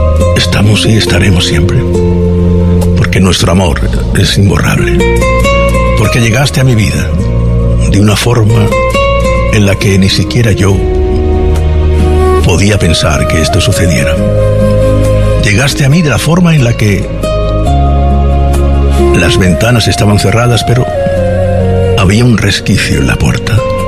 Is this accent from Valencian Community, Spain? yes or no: no; Region of Murcia, Spain; eres de mi tierra